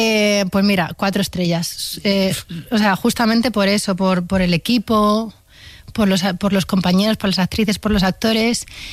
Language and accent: Spanish; Spain